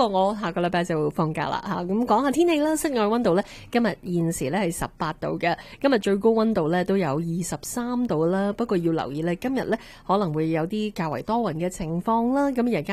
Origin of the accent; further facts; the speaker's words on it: Canada; 原來我哋加拿大人咧就中意喺飛機上面都有一種咧就叫做可以享受到咖啡啦